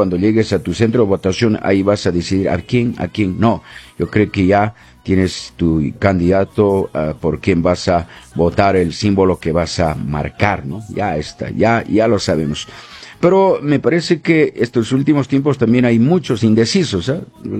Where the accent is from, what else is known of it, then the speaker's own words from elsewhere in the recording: Paruro, Cusco, Peru; now in Cusco, Peru; Tengo que ir a Paruro, mi tierra linda, exactamente al distrito de Anoquite, para poder ahí emitir mi voto correspondiente.